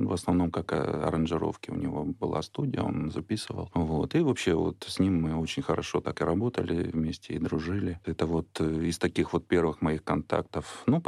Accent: Mariupol, Donetsk Oblast, Ukraine; Детство у меня прошло в моем родном городе, в Мариуполе, уже в небезызвестном.

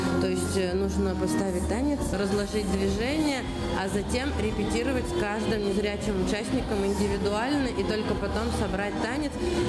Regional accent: Mari El, Russia; я из Республики Мариэл.

